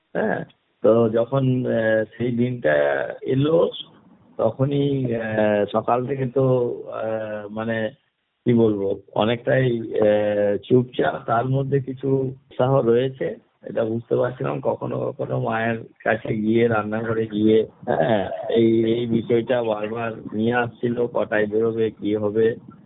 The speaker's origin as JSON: {"language": "Bangla", "region": "West Bengal", "country": "India", "tie": "born or raised there", "said": "যেটা আমার গ্রামের বাড়ি, সেই গ্রামের বাড়ির পাশে একটা এ বিদ্যালয়, যে বিদ্যালয় থেকে আমি 5-10 পড়াশোনা করেছি, সেই বিদ্যালয়ে এখন আমি শিক্ষকতা করছি, বেরিয়াপুর অঞ্চল উচ্চ বিদ্যালয়।"}